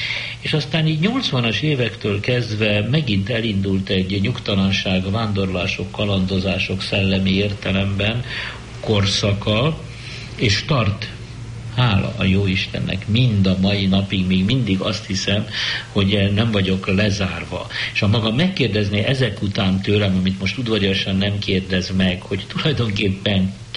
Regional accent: Budapest, Hungary; én lipotvárosi, polgári, jól nevelt, vallásos zsidó kisfiú vagyok. 1933-tól, amikor születtem

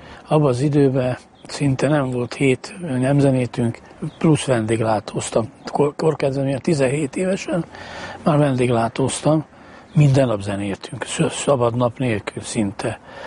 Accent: Versend, Baranya, Hungary; Én versenyről származom, ott kezdtem el zenélni.

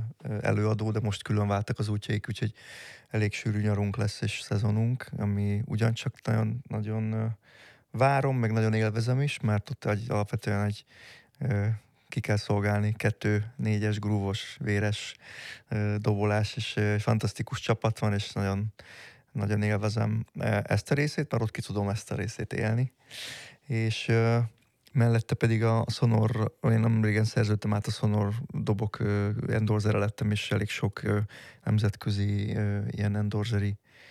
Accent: Hungary; így magyarként

